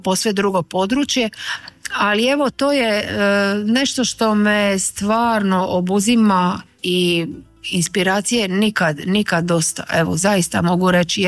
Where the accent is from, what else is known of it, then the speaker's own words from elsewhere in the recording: Split, Split-Dalmatia County, Croatia; pošto sam ja dijete Dalmacije, moji roditelji su otočani, ja sam rođena u Splitu